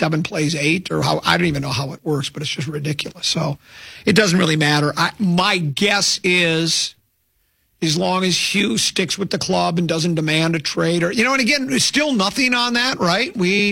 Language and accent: English; Detroit, Michigan, United States; I was born in Detroit.